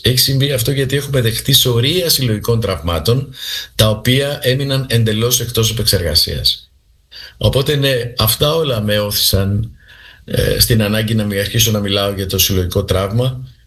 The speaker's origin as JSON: {"language": "Greek", "region": "Crete", "country": "Greece", "lives_now": "Cyprus", "said": "Απ' την άλλη μεριά είμαι από την Κρήτη, η καταγωγή μου είναι από την Κρήτη."}